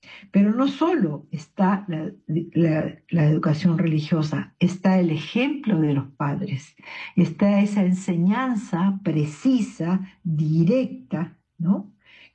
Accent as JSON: {"language": "Spanish", "country": "Peru", "said": "Es decir, que a nosotros como peruanos nos brote naturalmente decir siempre la verdad"}